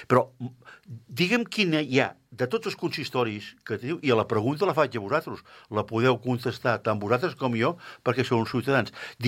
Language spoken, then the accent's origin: Catalan; Catalonia, Spain; jo soc de Can Fidué, tu. Llavors vaig anar a viure al carrer Tomàs Borrell. Ara foto una casa allà davant, tu, allà a Can Prat